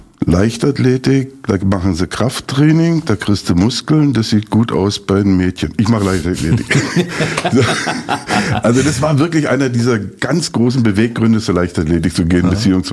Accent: Eisenhüttenstadt, Brandenburg, Germany; born or raised there

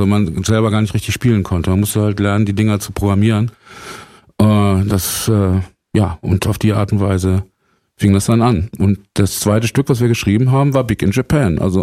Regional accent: Herford, North Rhine-Westphalia, Germany; born there; moved away as an adult; now in Berlin, Germany; ich bin nicht direkt von Herford nach Berlin gekommen, sondern ich bin von Geburt her ein Wessi. Und Herford liegt in Ostwestfalen.

